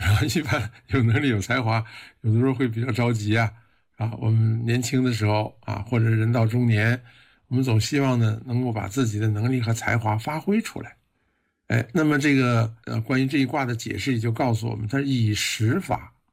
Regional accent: China; 我们中国人

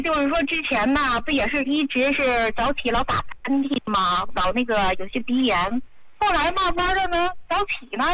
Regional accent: Hebei, China; now in Beijing, China; 我今年呢60多岁了，我是河北人、嗯、现在呀、啊、是在北京给闺女带孩子呢。

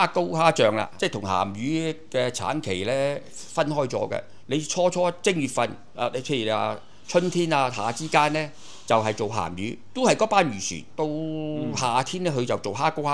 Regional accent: Hong Kong; 我們香港人又叫銀蝦啦

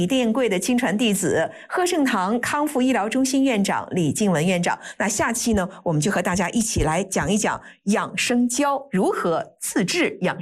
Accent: China

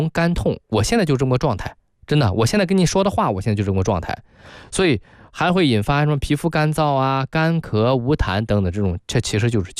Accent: Shandong, China; now in Guangdong, China; 我是北方长大的啊，虽然这老家是汕头的，是潮汕人，但是我从小是在山东长大啊，喝着北方的水，然后呢由北方的气候滋养长大，所以来到了广东之后

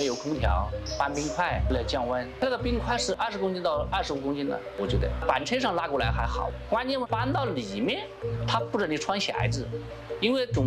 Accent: Lianyungang, Jiangsu, China; moved away as an adult; now in Chongqing, China; 我老家是江苏连云港的，老家是农村的嘛，后来1999年考大学没有考起，后来这边重庆呢有亲戚在这边，所以就到重庆这边来打工。

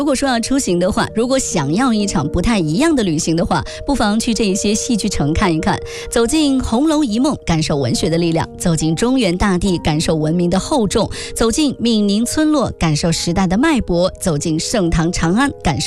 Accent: Northwest China, China; 因为其实我是北方人，西北人嘛，就是我们说话其实比较硬的

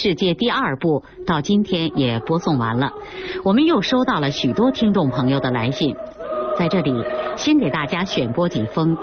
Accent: Yulin, Shaanxi, China; 我的故乡，路遥的故乡，榆林市，我也是生在农村，长在农村。

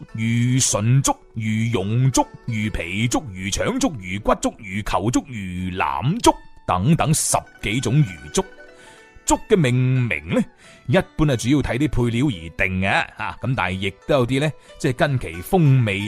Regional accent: Guangzhou, Guangdong, China

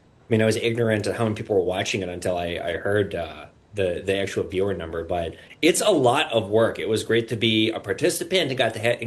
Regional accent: Minnesota, United States; I'm from the Midwest, what was considered a flyover state, and I was the center of international news, Minnesota.

